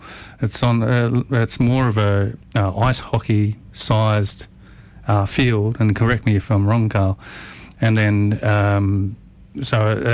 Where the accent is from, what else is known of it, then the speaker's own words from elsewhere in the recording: Australia; Now, as an Australian, I don't know the ins and outs of ice hockey rules